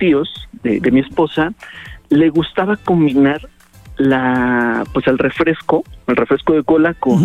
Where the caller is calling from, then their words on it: Atizapán de Zaragoza, State of Mexico, Mexico; Les hablo de la bonita ciudad de Atizapán de Zaragoza, Estado de México.